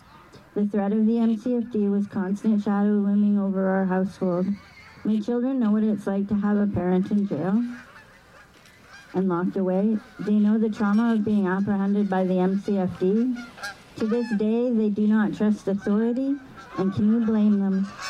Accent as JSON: {"language": "English", "town": "Vancouver", "region": "British Columbia", "country": "Canada", "tie": "born or raised there"}